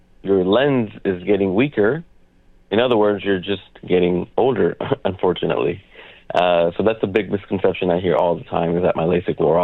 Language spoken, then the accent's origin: English; Tyler, Texas, United States; now in Plano, United States; I grew up in Tyler, Texas, and I have a lot of extended family in Frisco and Plano, and recently relocated here myself a couple of years ago.